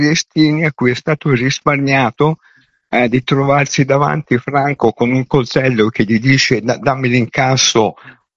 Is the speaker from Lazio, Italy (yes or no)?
no; Milan, Lombardy, Italy; E dato che siamo milanesi